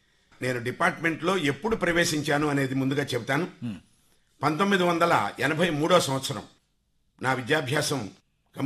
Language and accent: Telugu; Tekupalli, Andhra Pradesh, India; also born or lived in Pedakallepalli / Machilipatnam; ముఖ్యంగా నేను పుట్టింది కృష్ణా జిల్లా టేకుపల్లి అనేటువంటి గ్రామంలో పుట్టాను.